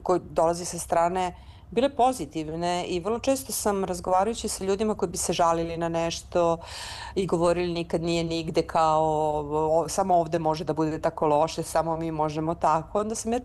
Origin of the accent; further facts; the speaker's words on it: Belgrade, Serbia; ja sam rođena na Vračaru, moj tata je rođen na Vračaru, ja sam tu negde provela svoje detinjstvo, išla sam u gimnaziju na Zelenom vencu